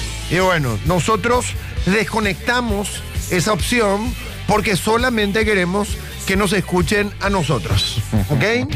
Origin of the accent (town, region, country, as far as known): Paraguay